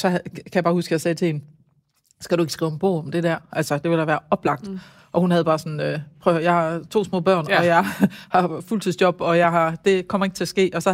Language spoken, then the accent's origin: Danish; Højbjerg, Central Denmark Region, Denmark; Og hun har sikkert også gjort det derhjemme i Højbjerg, hvor vi har boet